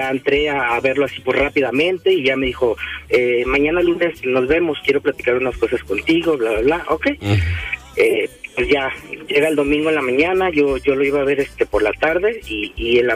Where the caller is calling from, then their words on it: Tonalá, Jalisco, Mexico; De aquí de Tonalá.